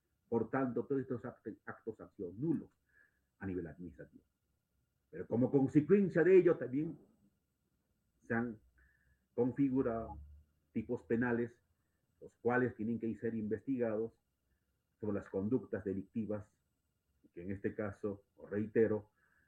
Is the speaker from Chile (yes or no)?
no; Peru; born there; first language qu; Spanish is a second language; yo soy el quechohablante, pero nací en Merima, yo soy el quechohablante, ¿no? Hablo mejor quechua que castellano, estimado periodista.